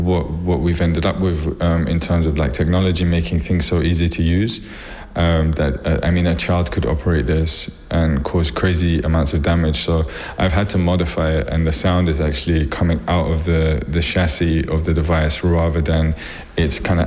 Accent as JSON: {"language": "English", "region": "London", "country": "United Kingdom", "tie": "born or raised there", "said": "growing up in London."}